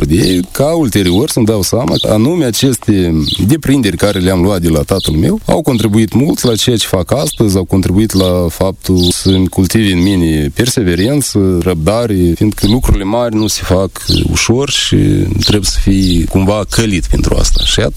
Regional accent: Sadova, Călărași District, Moldova; asta este casa părintească, aici m-am născut, aici am și activitatea, aici la Sadova.

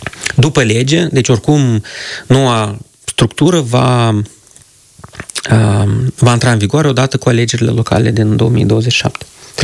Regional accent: Moldova; born there; Deci eu sunt născut și trăiesc în satul în care m-am născut.

